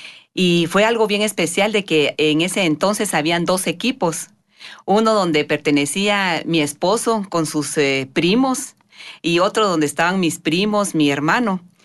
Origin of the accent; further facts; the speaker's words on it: Quetzaltenango, Guatemala; yo nací en Guatemala, en Quetzaltenango, Guatemala, ¿verdad? Ahí me crié yo con tres hermanos más, somos cuatro en la familia, dos varones y dos mujeres, mis padres también de Guatemala.